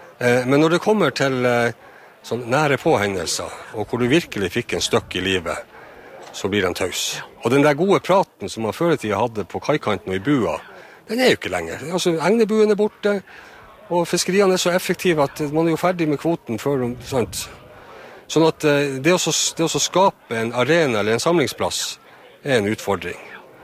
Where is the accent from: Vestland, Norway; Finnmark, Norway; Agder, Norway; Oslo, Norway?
Finnmark, Norway; Kjøllefjord; jeg er jo født og oppvokst i Kjøllefjord, i et fiskevær, og på godt og ondt sett hva fiskeriene betyr. Jeg har selv en far som var fisker, og jeg har sønner som nå er fiskere